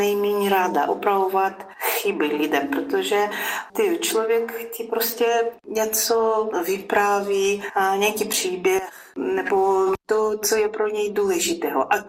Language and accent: Czech; Ukraine; Czech is a second language; now in Czech Republic; My v ukrajinštině taky máme pády